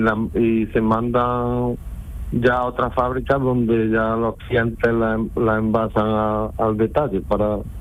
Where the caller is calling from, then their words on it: La Montiela, Andalusia, Spain; Estoy en La Montiela, un pueblo que pertenece a Córdoba